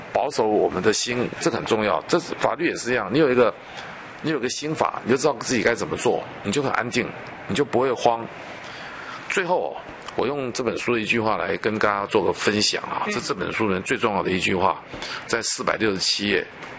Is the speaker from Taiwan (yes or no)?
yes; Taiwan; 啊，我们台湾人就是一盘散沙。